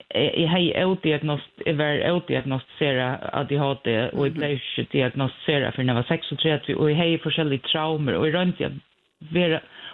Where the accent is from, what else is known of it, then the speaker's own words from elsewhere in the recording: Klaksvík, Faroe Islands; Swedish is a second language; och jag kommer från Klagsvik. Jag är 48